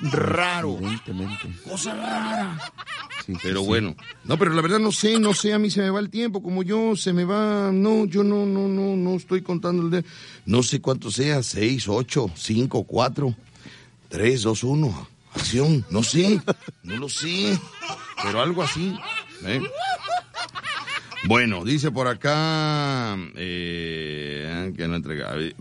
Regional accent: Mexico; Yo soy mexicano.

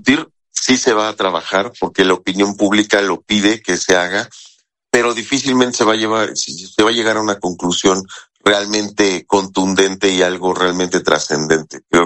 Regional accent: Mexico

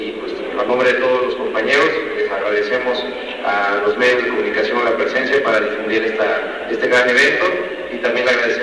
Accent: Mexico

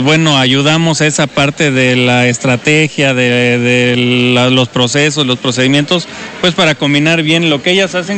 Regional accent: Hidalgo, Mexico; moved away as an adult; now in Puebla, Mexico; soy de Hidalgo.

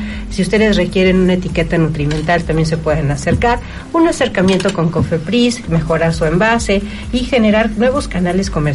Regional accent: Puebla, Mexico; quienes somos poblanos y poblanos

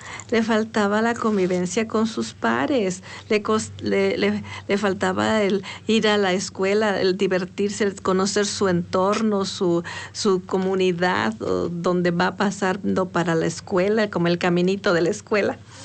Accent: Mexico; Somos ingeniosos los mexicanos.

